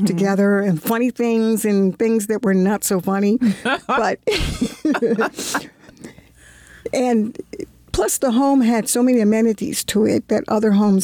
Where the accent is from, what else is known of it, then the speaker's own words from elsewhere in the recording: Baltimore, Maryland, United States; Well, I was born in Baltimore.